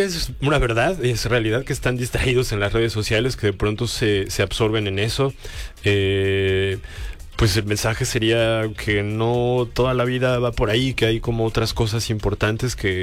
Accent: Mexico City, Mexico; now in Los Cabos, Mexico; vivimos en un lugar donde yo vengo de la Ciudad de México, entonces pues nada que ver con la ciudad

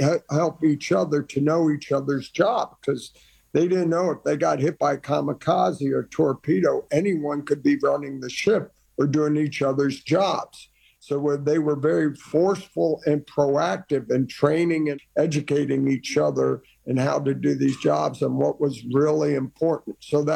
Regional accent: Iran; born or raised there

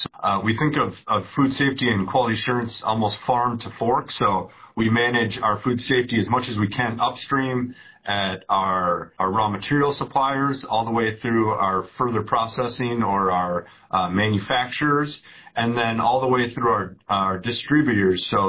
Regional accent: Minnesota, United States; moved away as an adult; also born or lived in Tampa; Born and raised in Minnesota

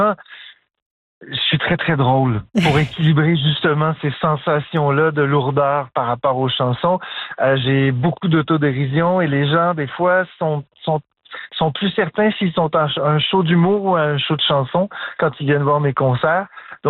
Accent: Ottawa, Ontario, Canada; puis en plus j'ai grandi à Ottawa, donc j'ai vu la communauté franco-ontarienne se battre à certaines époques pour garder leurs droits.

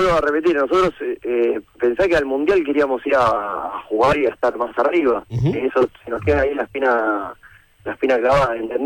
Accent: Argentina; No, nosotros entendemos que, a ver, somos Argentina. El argentino por naturaleza es muy exitista, es una realidad.

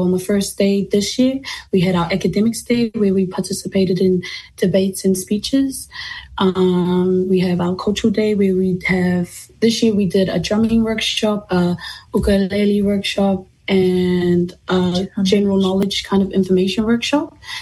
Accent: Tokoroa, Waikato, New Zealand; also born or lived in Aitutaki, Cook Islands; I'm from Aitutaki, but I grew up in Tokoroa and I'm currently in my final year of studies

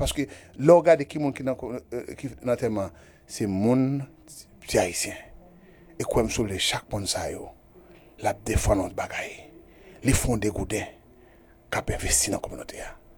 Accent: Haiti; Moi, je suis haïtien, supporter la côte, mais si je n'ai pas haïtien, je n'ai toujours rien. Moi-même, je suis haïtien, 100%.

